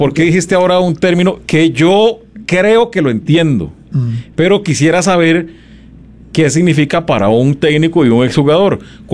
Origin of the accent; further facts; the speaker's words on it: Costa Rica; uno como costarricense dice, bueno, qué dicha que fue el equipo de Don Marvin, de un costarricense, el que se la dio.